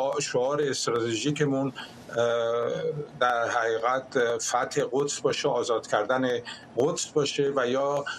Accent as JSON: {"language": "Persian", "country": "Iran", "said": "دغدغه من به عنوان یه ایرانی"}